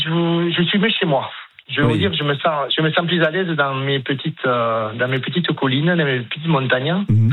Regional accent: Caramany, Occitanie, France; Je suis né à Caramani. J'ai été à l'école à Caramani. Je n'habite plus, mais je travaille à Caramani, oui.

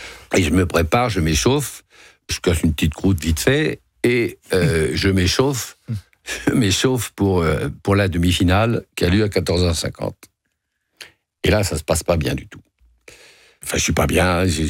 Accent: Oignies, Hauts-de-France, France; born there; Oigny, Pas-de-Calais, ouais. O-I-G-N-I-E-S.

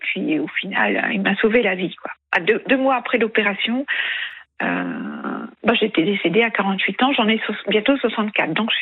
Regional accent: Hauts-de-France, France; Je suis native du Pas-de-Calais

